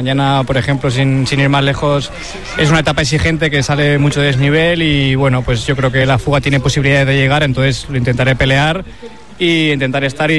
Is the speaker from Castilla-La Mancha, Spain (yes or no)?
yes; Ossa de Montiel, Castilla-La Mancha, Spain; Sí, eso es, yo soy de Montiel, un pueblo de Albacete.